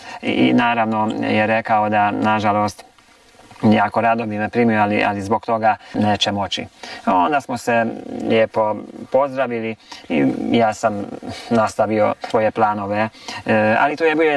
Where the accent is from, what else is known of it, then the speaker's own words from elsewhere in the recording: Križevci, Koprivnica-Križevci County, Croatia; born there; moved away; pošto ja sam iz Križevaca, iz susjednog sela